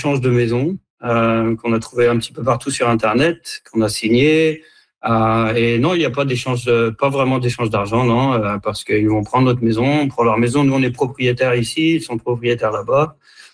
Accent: Canada; now in France; C'est OK, on est Canadien, on vient habiter en France pendant un an.

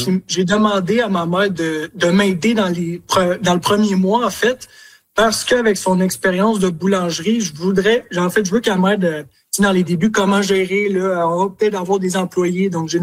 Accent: Montreal, Quebec, Canada; now in Bonaventure, Canada; Ben moi, dans le fond, je viens littéralement de Montréal. Donc, Montréal, du sud.

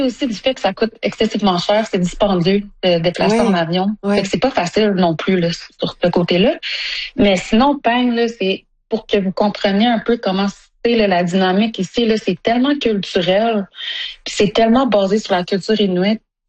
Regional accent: Sept-Îles, Quebec, Canada; moved away as an adult; now in Iqaluit, Canada; Ben moi j'ai grandi à Sept-Îles parce que j'étais avec mon père. Puis ma mère, elle vient de Iqaluit. Puis j'ai déménagé là quand j'avais 19 ans.

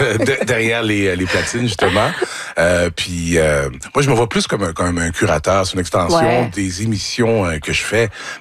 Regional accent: Quebec, Canada; Tu sais, moi, j'ai grandi en Mauricie, OK?

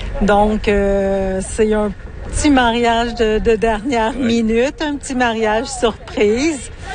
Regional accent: Quebec, Canada; Je suis des Laurentides au Québec.

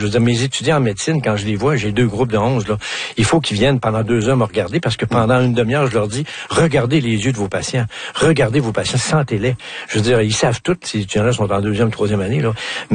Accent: Quebec, Canada; accent: Québécois

